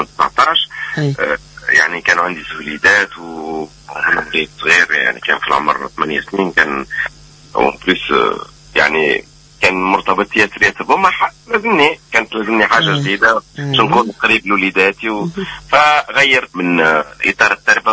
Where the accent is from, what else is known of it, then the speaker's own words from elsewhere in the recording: Ajim, Medenine, Tunisia; moved away as an adult; now in France; أنا على فكرة نسكن في جربة وفي منطقة اسمها أجيم نقولها أجيم الخيري